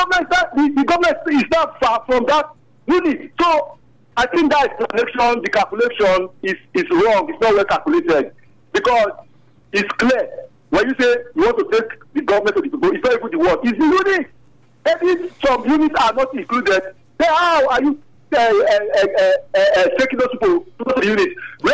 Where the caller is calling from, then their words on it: Uyo, Akwa Ibom, Nigeria; I'm calling from Uyo